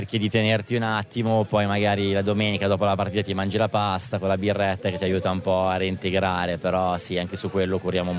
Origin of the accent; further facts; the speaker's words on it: Cernusco sul Naviglio, Lombardy, Italy; born there; siamo tutti giocatori che sono cresciuti qua a Cernusco, sia rugbisticamente che anche nell'Interland qua vicino